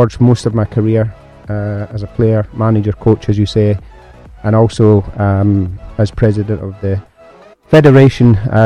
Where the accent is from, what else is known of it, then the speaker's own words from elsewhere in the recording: Glasgow, Scotland, United Kingdom; accent: Scottish; moved away as an adult; also born or lived in Jersey; Yeah, I am Scottish, born in Glasgow. But I moved country when I was 19, 20 to seek better opportunities, and spent most of my adult life on a small island of Jersey, not New Jersey in the US, but small Jersey